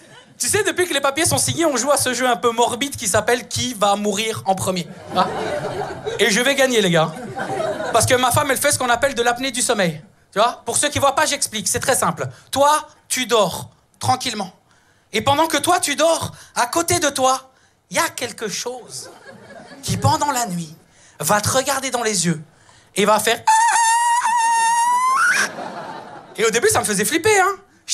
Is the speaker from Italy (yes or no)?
yes; Italy; je suis italien, hyper romantique